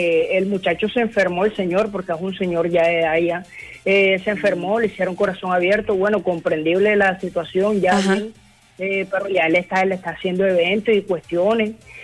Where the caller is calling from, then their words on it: Soledad, Atlántico, Colombia; de la ciudad de Barranquilla, municipio Soledad.